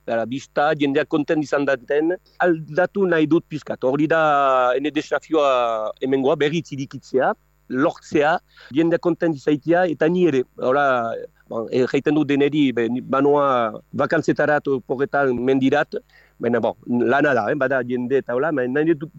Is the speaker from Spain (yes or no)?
no; Hasparren, Nouvelle-Aquitaine, France; Azparnetik heldu naiz, nik maite dut mendia